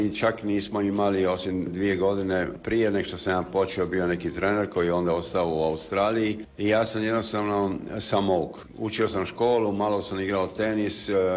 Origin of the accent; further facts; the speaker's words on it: Split, Split-Dalmatia County, Croatia; also born or lived in New York / London / Munich; Kad ste rekli Splićanin, da, ja sam rođen u Splitu, u Belom Varešu, gdje je infetivi Splićani. Uživao sam se vraćati u Split